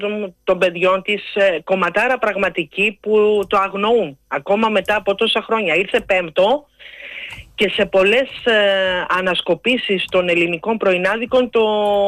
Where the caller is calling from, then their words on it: Marousi, Attica, Greece; είμαι κάτι από Μαρούση